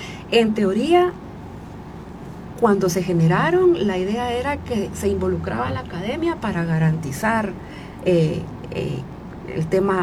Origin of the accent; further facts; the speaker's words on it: Guatemala; nosotras como guatemaltecas